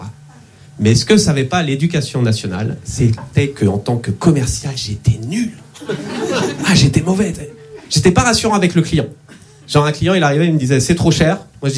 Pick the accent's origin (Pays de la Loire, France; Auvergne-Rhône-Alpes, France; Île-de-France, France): Pays de la Loire, France; Nantes; Bah, je me présente … je suis nantais et dyslexique, voilà.